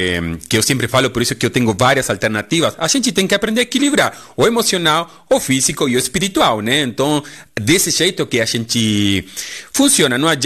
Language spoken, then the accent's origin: Portuguese; Argentina; Portuguese is a second language; now in Chapecó, Brazil; eu sou argentino, então vou falar bem devagar, porque eu tenho um sotaque, né? Eu tenho um sotaque diferente, mas estou melhorando, o português está melhorando, né?